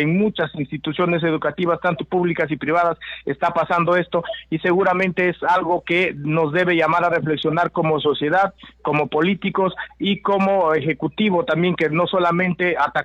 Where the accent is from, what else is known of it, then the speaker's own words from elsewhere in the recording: Rioja Province, San Martín, Peru; la provincia de Rioja, mi provincia natal, mi provincia donde he nacido